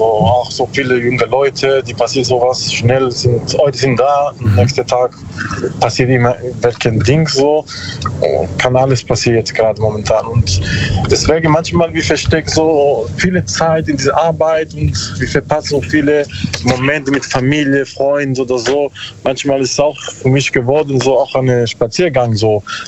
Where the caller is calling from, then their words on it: Bruchsal, Baden-Württemberg, Germany; Ja, so Karlsruhe.